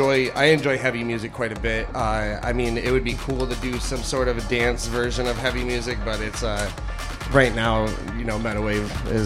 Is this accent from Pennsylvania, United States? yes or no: no; Detroit, Michigan, United States; we're from Detroit.